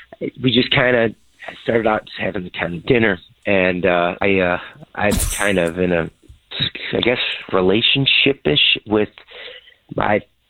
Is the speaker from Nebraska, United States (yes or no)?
no; Illinois, United States; No, I'm from the Midwest. I'm from Illinois originally.